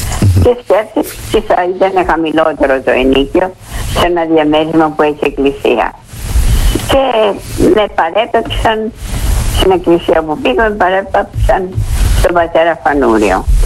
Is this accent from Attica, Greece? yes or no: yes; Athens, Attica, Greece; born there; now in Piraeus, Greece